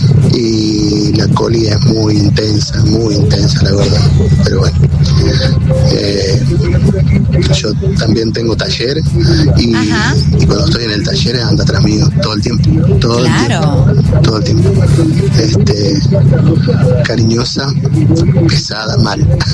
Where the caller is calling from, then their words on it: Ameghino, Argentina; de Ameguino, transportista de cereales.